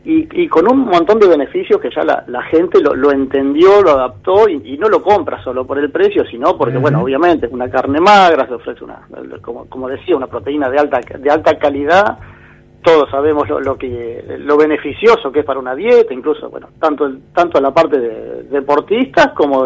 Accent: Argentina; para los argentinos, que somos, claro, muy del asadito

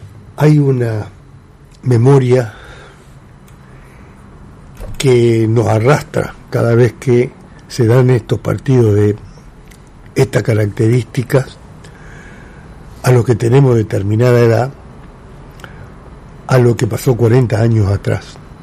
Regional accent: Argentina

